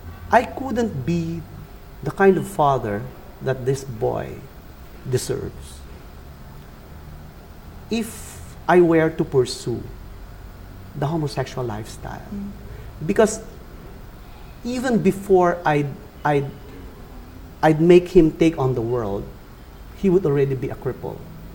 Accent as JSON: {"language": "English", "town": "Angono", "region": "Calabarzon", "country": "Philippines", "said": "I come from Angono, Rizal, which is miles and miles away from Makati, where we are right now."}